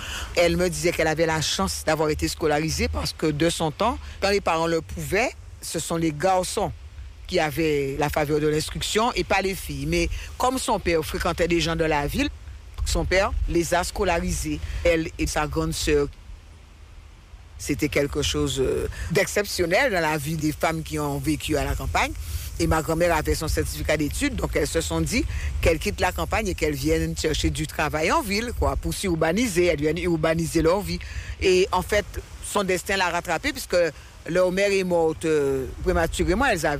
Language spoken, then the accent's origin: French; Marie-Galante, Guadeloupe; J'aime bien dire que je suis de Marie-Galante parce que c'est Marie-Galante qui m'a appris à affronter la vie sans en avoir peur. Marie-Galante, c'est un îlot. Et là où j'ai été élevée, dans une cour